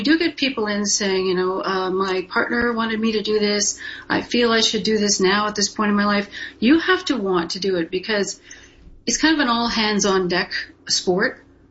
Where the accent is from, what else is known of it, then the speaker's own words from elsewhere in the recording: Winnipeg, Manitoba, Canada; I was born and raised in Winnipeg, so I know what the wide open prairies are like. I still have ice in my veins.